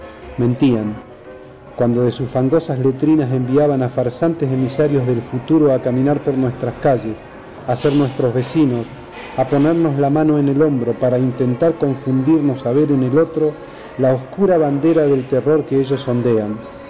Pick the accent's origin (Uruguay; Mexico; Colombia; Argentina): Argentina; Neuquén; Yo nací en el año 1963, soy neuquino, y mi padre es neuquino, mi abuelo es neuquino, y tengo dos hijos neuquinos.